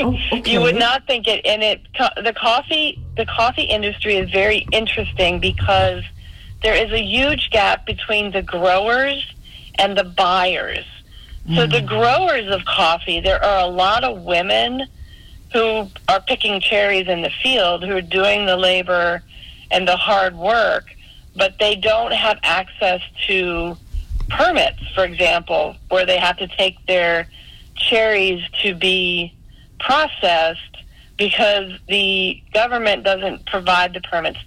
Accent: Chesapeake Bay area, United States; So early on, I grew up on the East Coast in the Chesapeake Bay area, and my family had been there forever, very traditional hunters, carvers

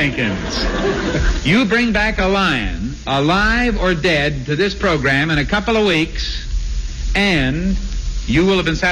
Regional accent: Canada; now in United States; I'm a Canadian myself.

